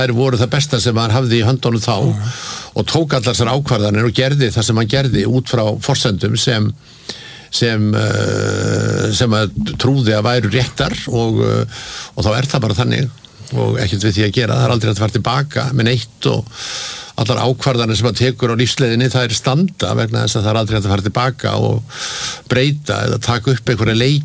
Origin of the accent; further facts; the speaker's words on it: Reykjavík, Capital Region, Iceland; Já, ég sko alveg upp í Laugarneskverfinu og, og, og hérna bjóð þar þegar ég var ungur maður og, og ég man eftir mér þar fyrst í 1635.